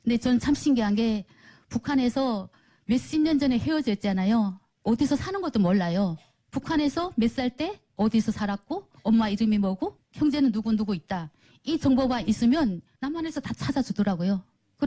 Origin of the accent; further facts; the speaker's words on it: North Korea; moved away as an adult; also born or lived in China; 제가 탈북을 해서